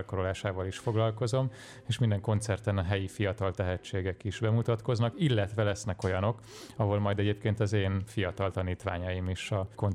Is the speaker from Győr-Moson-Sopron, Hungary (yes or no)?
no; Zala, Hungary; moved away; én magam is egy zalai kisfaluból származom